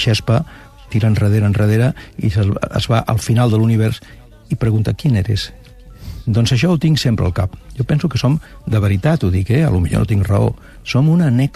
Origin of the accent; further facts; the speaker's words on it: Barcelona, Catalonia, Spain; Recordo que al meu barri, a Sant Gervasi, hi havia un alcalde d'aquell moment, un bon tipus